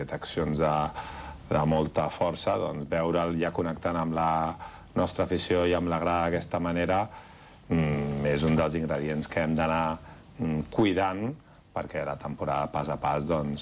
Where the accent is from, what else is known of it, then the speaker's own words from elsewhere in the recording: Badalona, Catalonia, Spain; sóc de Badalona i he fet aquí un procés i un camí que n'estic molt orgullós